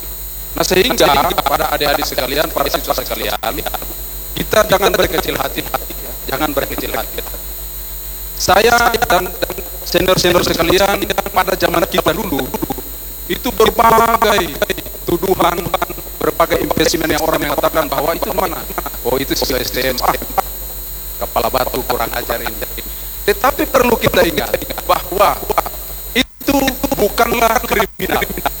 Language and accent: Indonesian; Ternate, North Maluku, Indonesia; also born or lived in Bacan, South Halmahera / Manado; Saya lahir di Bacan, Halmahera Selatan, menyelesaikan SD sampai perguruan tinggi S1 di Kota Ternate